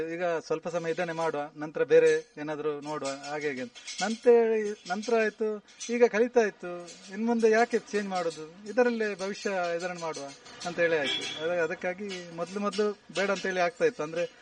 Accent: Karnataka, India

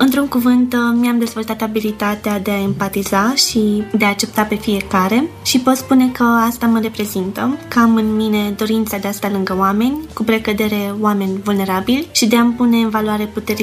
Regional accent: Cluj-Napoca, Cluj County, Romania; born there; also born or lived in Bucharest, Romania; now in Florești, Romania; M-am născut la București, dar între timp am ajuns la Cluj, la vârsta de 10 ani, și de la Cluj la Florești

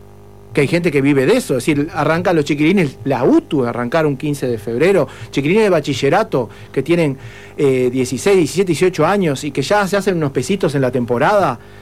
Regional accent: Montevideo, Uruguay; now in Maldonado, Uruguay; por más que soy oriundo de Montevideo, pero intento desconectarme de eso, porque ya estoy totalmente arraigado acá y acreenciado en Maldonado.

